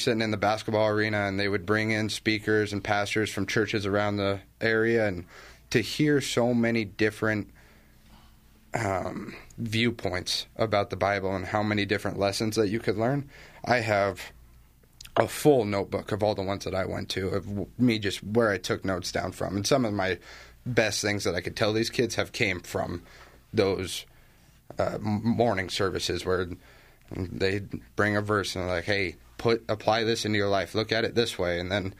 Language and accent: English; Eaton, United States; So I'm from Eaton.